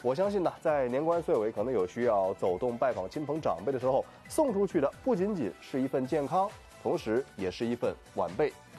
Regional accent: Heilongjiang, China; now in Shanghai, China; 比如我老家黑龙江的嘛

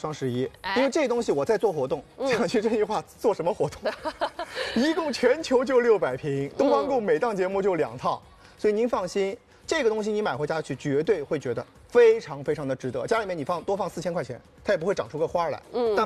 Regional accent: China; 我们知道啊，上一个我们中国人当中理解出来上一个动物和植物的结合是什么？

